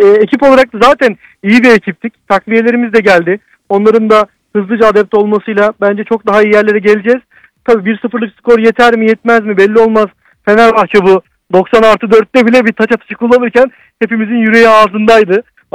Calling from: Antalya, Turkey; ben, Antalya'dan

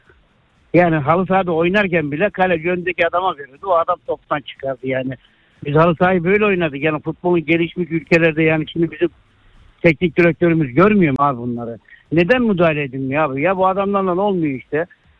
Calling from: Kocaeli, Turkey; Kocaeli'den arıyorum.

